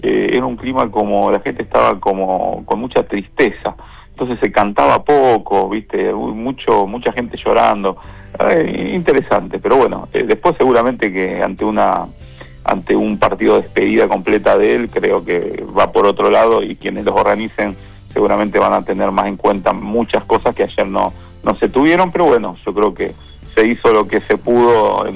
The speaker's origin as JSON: {"language": "Spanish", "town": "Rosario", "region": "Santa Fe", "country": "Argentina", "said": "Sería para nuestra ciudad, para nuestra provincia, y eso que no soy ni de Central ni de Newell"}